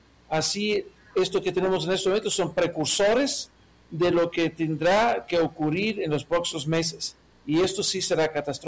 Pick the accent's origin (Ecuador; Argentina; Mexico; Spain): Ecuador